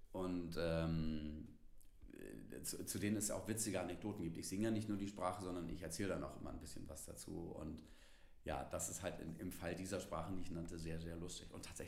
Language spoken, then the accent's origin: German; Northern Germany, Germany; als Norddeutscher